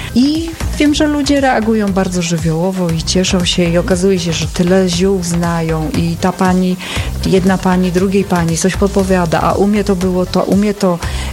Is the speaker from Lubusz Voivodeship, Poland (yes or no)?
no; Warmian-Masurian Voivodeship, Poland; Tak, Warmia Mazury, bo ja jestem stąd